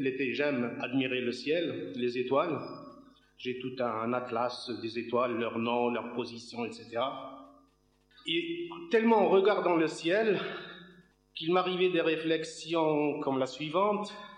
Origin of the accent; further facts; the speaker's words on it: Algeria; born there; Je suis né en Algérie, dans une famille arabo-islamique qui ne m'a jamais obligé à me diriger vers l'islam.